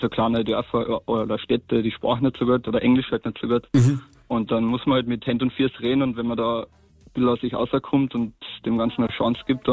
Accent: Carinthia, Austria; Ja. Ich bin ein Kärntner, ja.

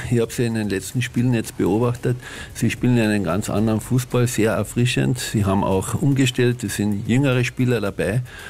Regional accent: Austria; als Österreicher

